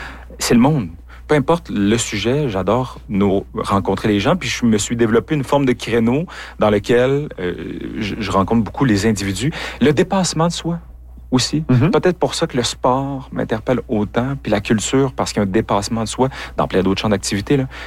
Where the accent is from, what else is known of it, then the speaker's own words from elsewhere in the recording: Salaberry-de-Valleyfield, Quebec, Canada; moved away as an adult; Campi-valencien, effectivement, moi, je suis né à Valleyfield. J'y étais jusqu'à l'âge de 17 ans